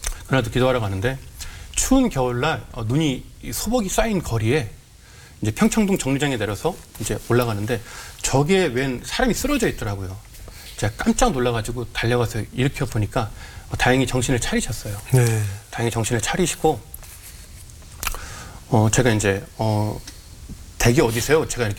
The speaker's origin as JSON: {"language": "Korean", "town": "Chuncheon", "region": "Gangwon", "country": "South Korea", "tie": "born or raised there", "said": "제가 고향이 강원도 춘천인데 춘천까지 오셔서 교회를 찾아오신 거예요."}